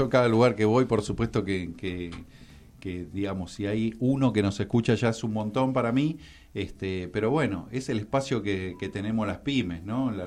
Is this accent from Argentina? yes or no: yes; Argentina